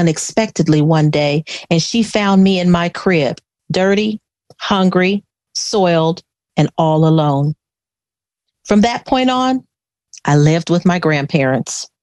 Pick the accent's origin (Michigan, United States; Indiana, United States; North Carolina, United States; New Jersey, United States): Indiana, United States; Gary; born there; So they married, and I was born in Gary, Indiana.